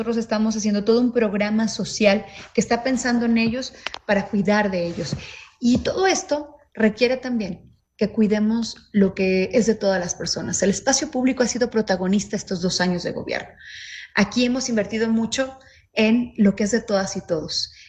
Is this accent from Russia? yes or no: no; Guadalajara, Jalisco, Mexico; Yo soy una mujer que nació y creció en el oriente